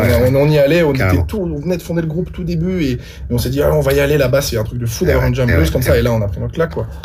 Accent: Lyon, Auvergne-Rhône-Alpes, France; Clément et moi, on vient de Lyon.

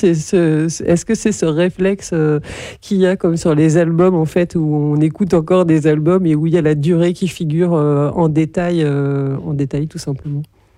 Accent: Normandy, France; puisque moi, quand j'ai grandi dans l'Orne, en fait, il n'y avait pas grand-chose.

